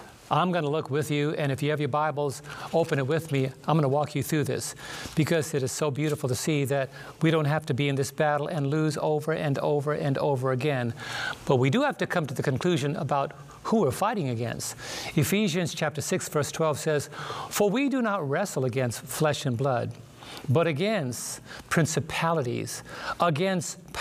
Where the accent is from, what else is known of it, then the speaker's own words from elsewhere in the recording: New York City, New York, United States; when I was growing up in Brooklyn